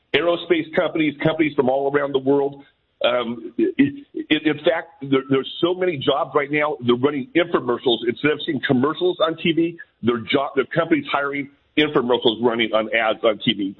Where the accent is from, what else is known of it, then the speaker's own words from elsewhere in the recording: California, United States; I'm from California. It's a blue state.